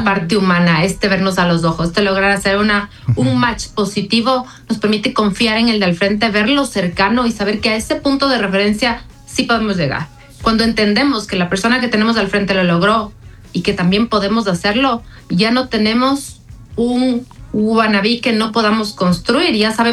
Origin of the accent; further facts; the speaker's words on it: Ecuador; como ecuatorianos seguimos ultra reconociendo